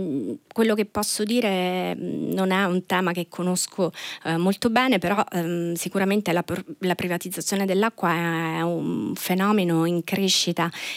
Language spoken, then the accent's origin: Italian; Abruzzo, Italy; Io nel mio piccolo ho vissuto quello dell'Aquila, da abruzzese